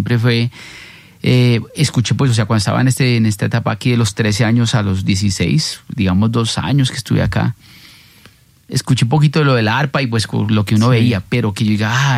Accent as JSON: {"language": "Spanish", "region": "Bogotá", "country": "Colombia", "tie": "born or raised there", "moved": "as an adult", "lives_now": "New York, United States", "said": "yo soy aquí de Bogotá y soy de un barrio del sur que se llama San Vicente Ferrer."}